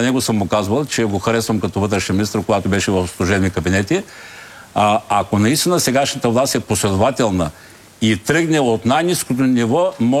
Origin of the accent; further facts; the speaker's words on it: Razgrad, Razgrad Province, Bulgaria; moved away as an adult; now in Sofia, Bulgaria; Ние с вашия колега сме от Разград и аз, например, когато преди 32 години пристигнах в София